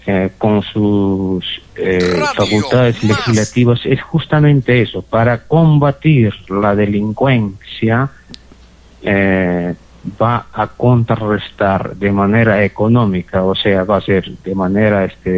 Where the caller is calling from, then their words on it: Arequipa, Peru; Yo, por ejemplo, vivo en Caima.